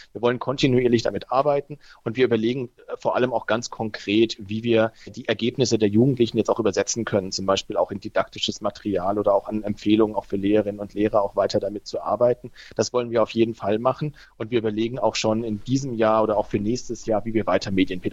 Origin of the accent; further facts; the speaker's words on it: Freiburg, Baden-Württemberg, Germany; moved away as an adult; also born or lived in Russia / Poland; now in Berlin, Germany; ich bin jetzt 36 Jahre, also ich hatte sozusagen die deutsche Wiedervereinigung nicht so aktiv erlebt. Ich komme aus Freiburg, also auch relativ weit weg tatsächlich von der ehemaligen innerdeutschen Grenze.